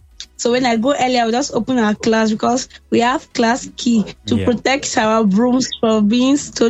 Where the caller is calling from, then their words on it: Abuja, Federal Capital Territory, Nigeria; calling from Idu.